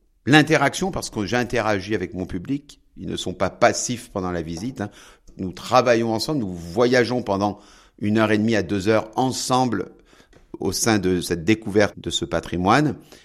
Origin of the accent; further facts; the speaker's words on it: Carcassonne, Occitanie, France; moved away; Tout d'abord, je suis né à Carcassonne. Mon parrain de baptême vivait dans la cité médiévale de Carcassonne, donc j'ai grandi et j'ai souvent joué sur les remparts de la cité.